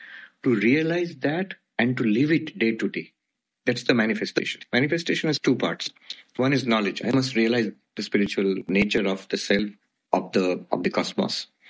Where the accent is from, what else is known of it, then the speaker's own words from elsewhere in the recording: Bhubaneswar, Odisha, India; also born or lived in Kolkata; I was born and brought up in the eastern part of India. I was born in the Ramakrishna Mission. Ramakrishna Mission has a hospital in Calcutta called Seva Pratishthan. So I was born there. And I grew up mostly in a small city on the...